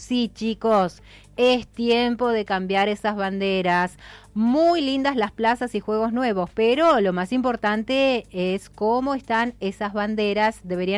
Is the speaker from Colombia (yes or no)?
no; Neuquén, Argentina